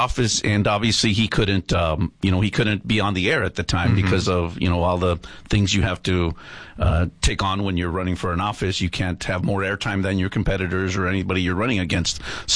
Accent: Yuma, Arizona, United States; also born or lived in San Luis Río Colorado, Mexico; I was born and raised here. When I was born in Yuma, and then I lived in San Luis, Mexico for 5 years. I actually didn't come into the United States. My parents moved over here when we were five.

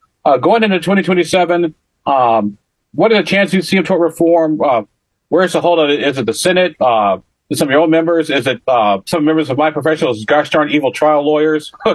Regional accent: Illinois, United States; Illinois, my home state

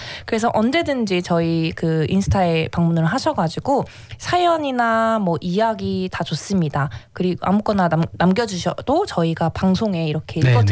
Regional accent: Gyeongsang, South Korea; accent: Gyeongsang; 경상도 발음인가 봐요.

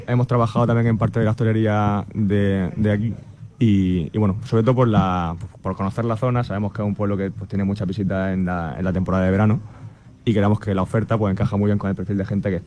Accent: Almería, Andalusia, Spain; Somos de Almería.

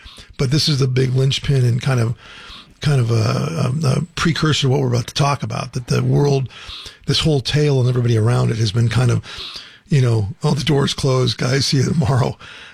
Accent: Santa Monica, California, United States; also born or lived in Nevada; I'm Santa Monica native son. Grew up, born there and raised.

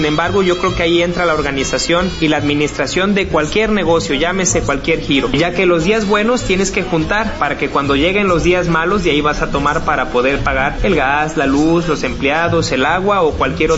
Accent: Huejutla de Reyes, Hidalgo, Mexico; soy originario de Huejutla de Reyes, Hidalgo.

